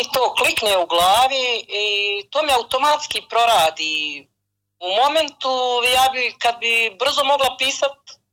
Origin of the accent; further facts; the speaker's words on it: Dobretići, Federation of Bosnia and Herzegovina, Bosnia & Herzegovina; dolazim iz sela Melini, Bosna, Srednja Bosna, naše općina je Dobretići.